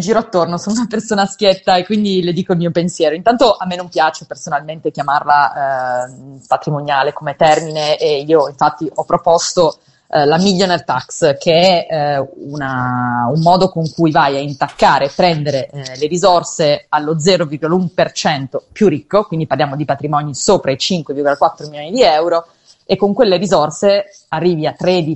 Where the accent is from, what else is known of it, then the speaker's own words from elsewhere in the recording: Turin, Piedmont, Italy; lo dico anche da torinese